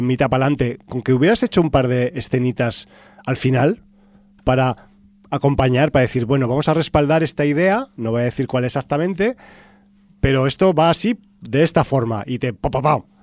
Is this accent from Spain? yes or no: yes; Aragon, Spain; pero en Aragón, yo al menos en mi pueblo, yo he comido siempre borraja, de siempre, para el invierno.